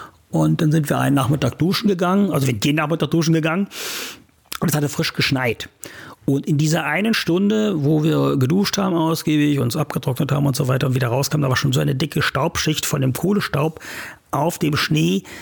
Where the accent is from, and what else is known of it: Wieblitz, Saxony-Anhalt, Germany; born or raised there